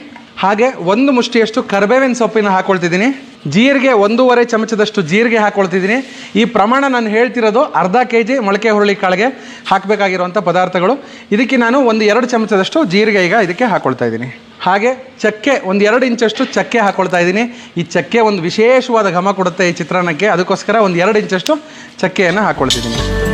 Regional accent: Karnataka, India; now in Bengaluru, India; ನಮ್ಮ ಹಳ್ಳಿ ಮೈಸೂರು ಭಾಗದಲ್ಲಿ

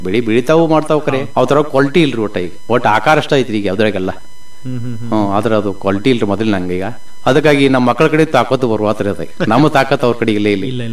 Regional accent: Karnataka, India; now in father's village; ನಮ್ಮ ಊರ ತಪ್ಸಿಕೆ ಮುಣಕುಲ್ರಿ, ಗೋಕಾಕ್ ತಾಲೂಕ ಹಳ್ರಿ ಅರವಾ ವಿಭಾಗ. ನಮ್ಮ ತಾಯಿ ಊರ ಪಟ್ಟುಕುಂದ್ರಿ. ನಾವು ವಿದ್ಯಾ ಕಲಿತದ್ದು ನಮ್ಮ ತಾಯಿ ಊರಾಗ, ಈಗ ನಾವು ಇರುದು ನಮ್ಮ ತಂದೆ ಊರಾಗ.

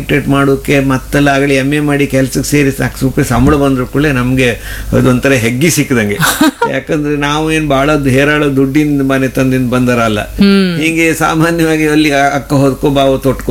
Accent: Mallolli, Karnataka, India; ನಾನು ಇಲ್ಲಿಂದ ಒಂದು ಈ ಒಂದು 15-16 ಕಿಲೋಮೀಟರ್ ಆಚೆ ಬಿದ್ಕಲ್ಕಟ್ಟೆ ಹುಣಸಬಕ್ಕಿ ಮಳ್ಳೊಳ್ಳಿ ಅಂತ ಗೊತ್ತಿತ್ತಲ್ಲ, ನಾನು ಹುಟ್ಟಿದ್ದು ಮಳ್ಳೊಳ್ಳಿಗೆ, ನಾವು ಬೆಳೆದು ಮಳ್ಳೊಳ್ಳಿಗೆ.

